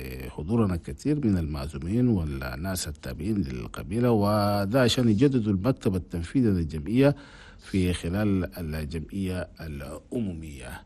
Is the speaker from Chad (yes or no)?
yes; Chad; هنا بلدنا تشاد